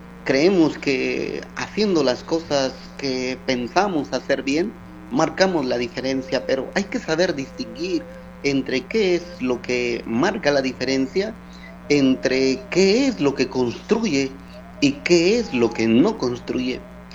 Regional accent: Guatemala; somos nosotros los guatemaltecos quienes pagamos todas esas cosas.

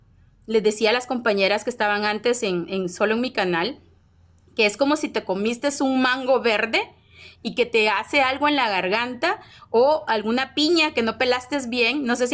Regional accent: Guatemala; somos guatemaltecos, aunque estemos en la frontera, Maco.

